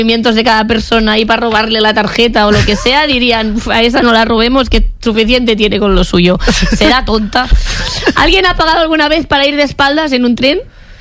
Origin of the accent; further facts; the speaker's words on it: Catalonia, Spain; como persona catalana esto me